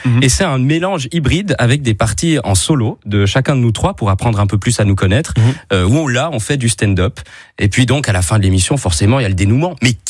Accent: Valais, Switzerland; je suis là, voilà, tout droit du Valais

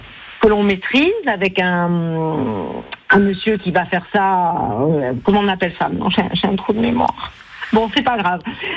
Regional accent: Corsica, France; Et il y a tellement de choses qui se font chez nous en Corse, qu'on est content d'être aussi une vitrine pour ces gens-là.

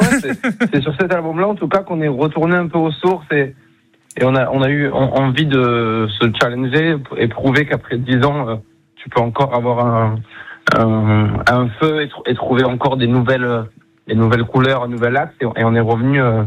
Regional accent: Toulouse, Occitanie, France; chez nous à Toulouse

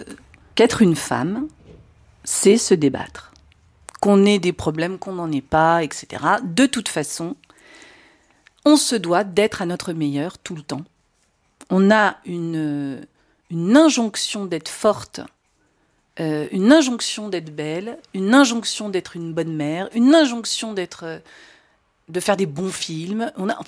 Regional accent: France; Alors moi, en plus, je ne viens pas d'un milieu bourgeois, je viens de la France tradie, tout ce qui est de plus banal, quoi.

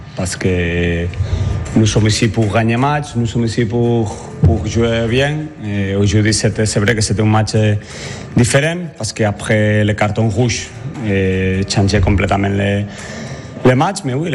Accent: Spain; French is a second language; Je ne sais pas si parce que je suis espagnol, je ne sais pas, mais je parle français.

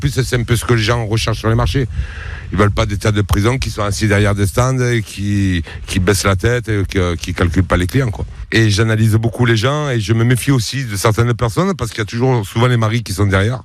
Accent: La Seyne-sur-Mer, Provence-Alpes-Côte d'Azur, France; also born or lived in Toulon; Oui, un vrai de vrai, pas une imitation. Ouais, je suis né à Toulon et j'ai grandi à la Seyne-sur-Mer avec mes parents.

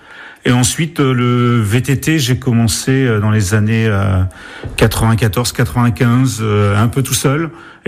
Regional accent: Brittany, France; also born or lived in south of Ille-et-Vilaine / Côtes-d'Armor near Dinan; now in Pont-Péan, France; Je suis originaire de la région rennaise, on va dire.

